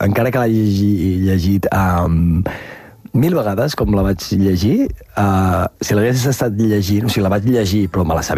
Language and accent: Catalan; Catalonia, Spain; Jo sóc molt concretament d'un lloc. Si em diuen d'un soc, jo dic que sóc de l'Empordanet i m'hi sento molt. Jo, i sóc molt de poble, jo.